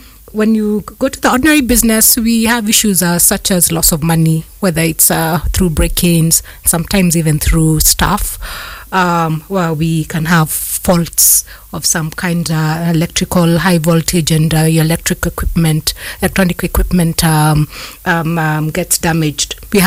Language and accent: English; Nairobi, Kenya; growing up in Nairobi